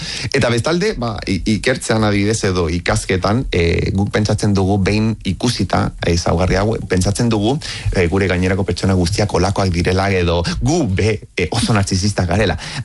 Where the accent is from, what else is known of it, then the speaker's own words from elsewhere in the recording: Chile; moved away; Ni txiletarra naiz